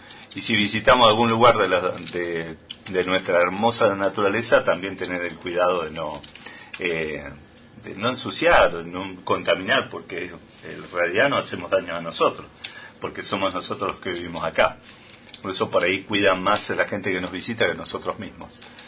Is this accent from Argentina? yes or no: yes; Argentina